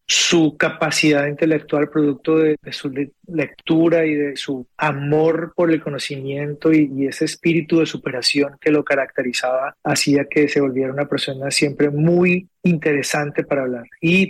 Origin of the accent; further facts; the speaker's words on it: Colombia; Hay algo que a veces nos sucede a nosotros como seres humanos o tal vez como colombianos